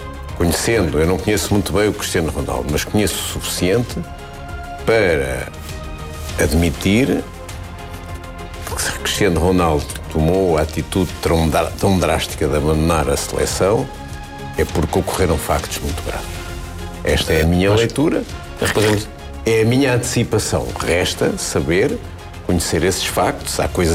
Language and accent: Portuguese; Portugal